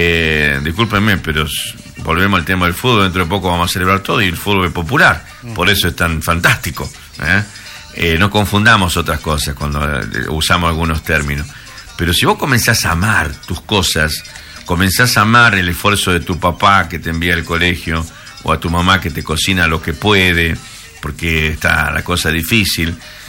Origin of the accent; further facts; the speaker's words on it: Argentina; somos argentinos